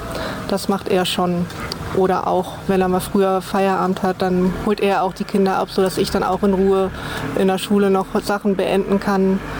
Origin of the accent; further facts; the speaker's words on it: Göttingen, Lower Saxony, Germany; now in Germerode, Germany; Also ich bin in Göttingen geboren und aufgewachsen und bin dann vor ungefähr 8-9 Jahren hier nach Germerode gezogen